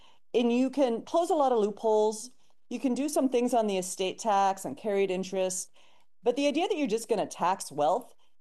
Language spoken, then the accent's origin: English; New England, United States; I mean, I'm from New England.